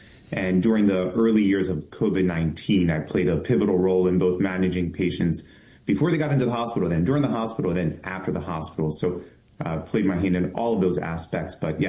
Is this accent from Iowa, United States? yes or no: no; Baltimore, Maryland, United States; I'm a son of Baltimore, born and raised, and growing up in Greektown, Highlandtown, we had a Hopkins hospital in our backyard.